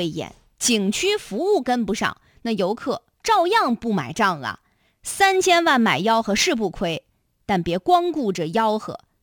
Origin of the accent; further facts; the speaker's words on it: Shanxi, China; moved away; 我的老家山西啊